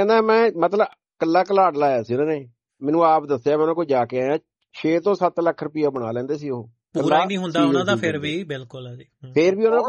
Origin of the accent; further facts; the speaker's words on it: Khanna, Punjab, India; ਸਾਡਾ ਪਿੰਡ ਹੁਣ ਖੰਨੇ ਦੇ ਵਿੱਚ ਆ ਚੱਲਿਆ, ਜ਼ਮੀਨ ਵੀ ਆਪਣੀ ਸੜਕ ਤੇ ਹੀ ਹੈ